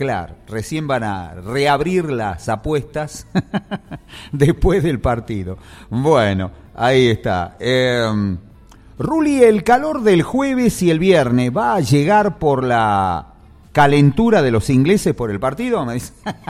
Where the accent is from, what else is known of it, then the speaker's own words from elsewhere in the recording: Argentina; Somos argentinos.